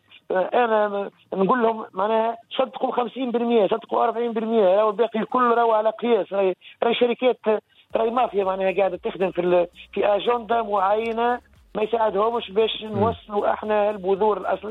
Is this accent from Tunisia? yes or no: yes; Tunisia; احنا عندنا في تونس